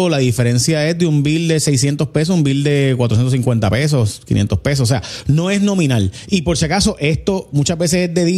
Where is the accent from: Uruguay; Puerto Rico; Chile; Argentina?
Puerto Rico; ¿Qué pasó, mi pueblo, mi país, mi gente tan adorada y querida?